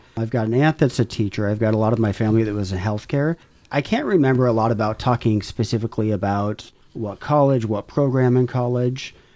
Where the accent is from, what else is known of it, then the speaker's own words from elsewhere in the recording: Spokane, Washington, United States; moved away as an adult; now in Port Townsend, United States; No, we've lived here about a decade, but before that, I was originally born and raised in Spokane.